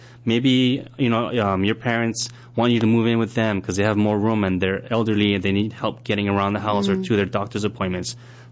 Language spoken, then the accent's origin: English; Kaneohe, Hawaii, United States; born or raised there